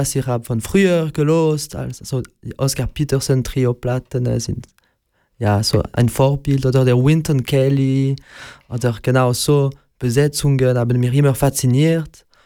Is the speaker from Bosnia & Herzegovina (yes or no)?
no; Romandy, Switzerland; moved away as an adult; now in Bern, Switzerland; Also ich bin eigentlich ein Roman, aber wohne jetzt seit 10 Jahren in Bern.